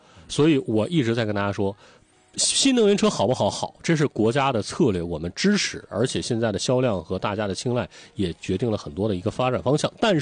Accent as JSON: {"language": "Chinese", "country": "China"}